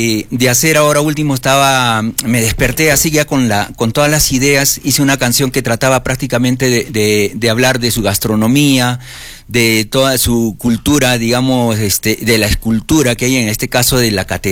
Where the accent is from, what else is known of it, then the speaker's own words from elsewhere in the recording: Mollendo, Arequipa, Peru; que soy del Puerto Bravo